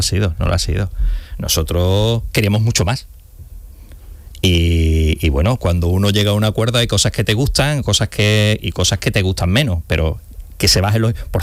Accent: Cádiz, Andalusia, Spain; Yo soy gaditano, las últimas viviendas de protección oficial en Cádiz son 275.000 euros. Imposible para uno de Cádiz, imposible.

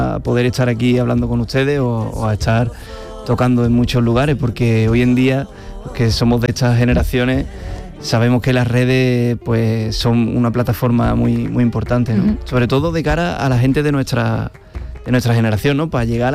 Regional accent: Utrera, Andalusia, Spain; yo cuando toco en Utrera, en mi tierra

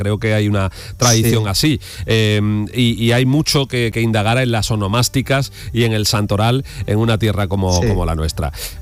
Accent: Jerez de la Frontera, Andalusia, Spain; now in Seville, Spain; desde Sevilla. Tengo que decir que tengo que felicitar también yo a mi ciudad, a mi pueblo, a Jerez, porque hoy es el día de San Dionisio y es el día del patrón de Jerez

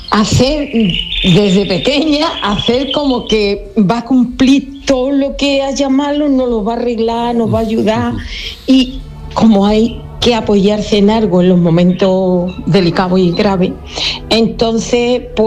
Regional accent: Utrera, Andalusia, Spain; born there; now in Dos Hermanas, Spain; Pero yo vivo aquí en Dos Hermanas, como digo siempre, pero yo soy nacida en Utrera.

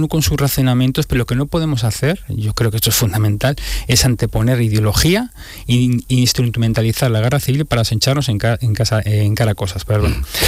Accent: Andalusia, Spain; Que sí, yo soy escritor andaluz.

